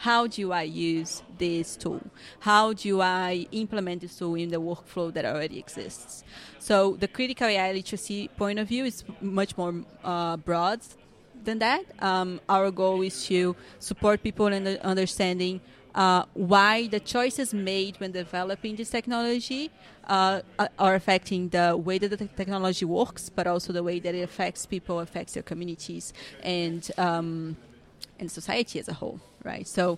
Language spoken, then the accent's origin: English; Brazil; now in United Kingdom; I'm from Brazil, but I'm currently located in the UK.